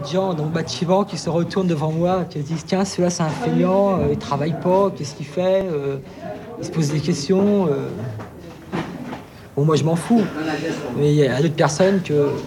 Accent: France; J'ai fait « Bah oui, je suis français, et en plus, je suis travailleur. »

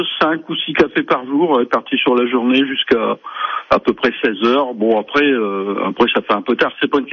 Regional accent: Hauts-de-France, France; je suis originaire du Nord et de la région de la chicorée.

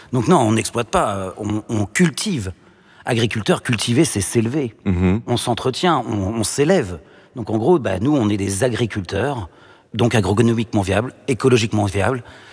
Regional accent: Normandy, France; on est dans l'Eure. Mais j'ai grandi entre le Pays de Caux et le plateau du Roumois, exactement là où on s'en trouve.

